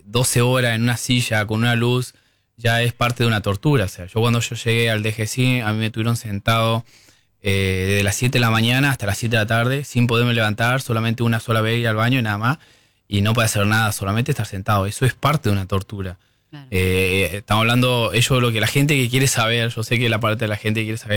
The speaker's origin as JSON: {"language": "Spanish", "country": "Argentina", "said": "estoy en mi país, pero bueno, estoy protegido. No puedo decir que no hay inseguridad en Argentina, ¿no?"}